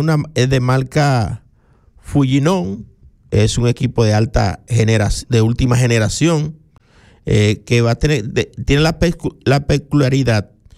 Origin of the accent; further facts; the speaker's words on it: Barahona, Dominican Republic; moved away; yo soy de aquí, de Pescadería